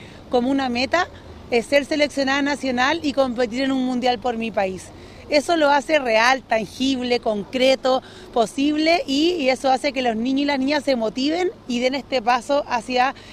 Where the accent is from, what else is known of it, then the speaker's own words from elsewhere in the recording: San Felipe, Valparaíso, Chile; Yo misma, que soy de San Felipe, jugamos acá